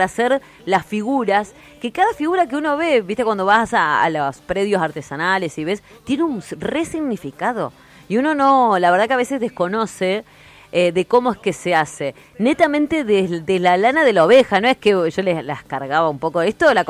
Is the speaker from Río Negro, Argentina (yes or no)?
yes; JJ Gómez, Río Negro, Argentina; cuando vos decís soy de Roca, no, en realidad soy de JJ Gómez.